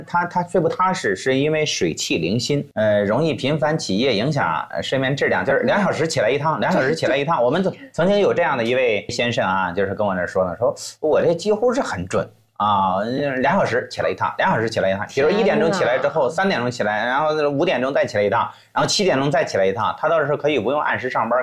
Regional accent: China

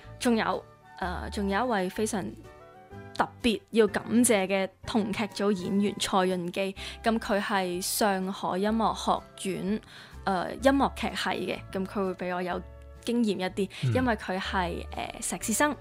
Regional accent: Macau; 我同麦思玉一样都是土生土长的澳门人

